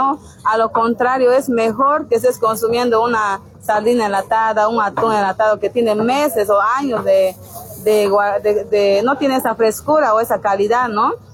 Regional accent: Entre Ríos, Cochabamba, Bolivia; yo soy de aquí del municipio de Entre Ríos

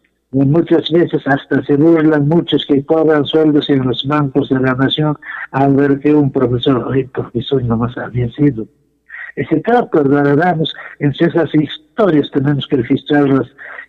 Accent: Acomayo, Cusco, Peru; la tierra mía, mi tierra santa, mi Acomayo

